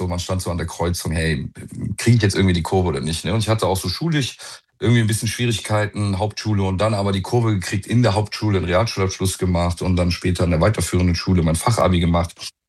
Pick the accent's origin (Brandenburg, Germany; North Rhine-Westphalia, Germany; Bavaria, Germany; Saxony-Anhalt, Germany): North Rhine-Westphalia, Germany; Cologne; Ich bin halt mitten in der Innenstadt in Köln groß geworden